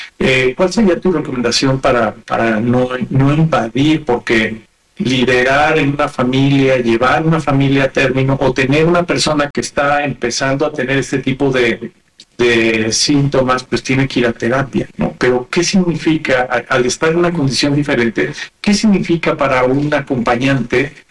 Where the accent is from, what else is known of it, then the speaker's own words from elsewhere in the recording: Mexico; nosotras y a nosotros como familias mexicanas